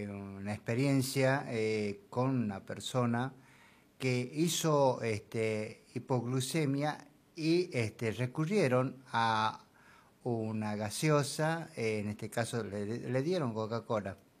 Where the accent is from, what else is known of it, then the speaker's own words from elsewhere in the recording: Argentina; como argentino que somos y que nos gusta el mate amargo